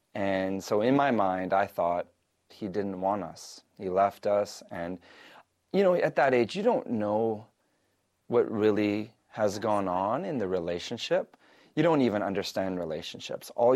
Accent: Winnipeg, Manitoba, Canada; I was born in Winnipeg, Manitoba.

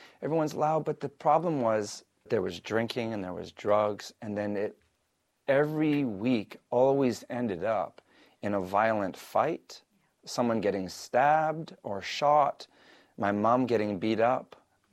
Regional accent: Winnipeg, Manitoba, Canada; I was born in Winnipeg, Manitoba.

